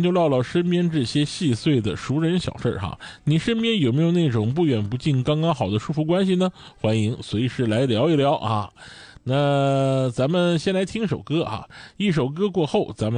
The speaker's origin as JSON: {"language": "Chinese", "town": "Dalian", "region": "Liaoning", "country": "China", "said": "我们大连人固有的、独有的社交松弛，也是咱们这座城里住着踏实、舒服的根本原因。"}